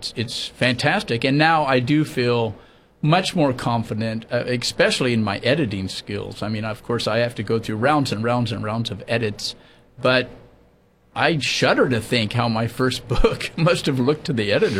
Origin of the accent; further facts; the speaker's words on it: Kansas, United States; I'm from Kansas. I was raised in Kansas, the heart of the Old West.